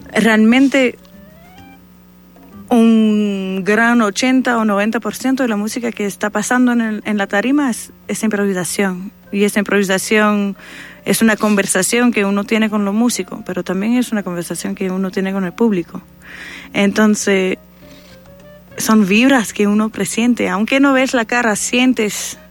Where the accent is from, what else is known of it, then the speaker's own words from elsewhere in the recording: Montreal, Quebec, Canada; porque yo soy de Montreal, de la parte francófona de Canadá